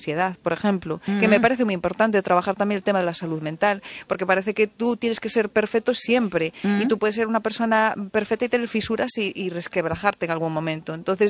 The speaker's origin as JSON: {"language": "Spanish", "town": "Vilalba", "region": "Galicia", "country": "Spain", "said": "yo soy de Vilalba, Lugo, y cuando íbamos para el norte, para las playas de la Mariña"}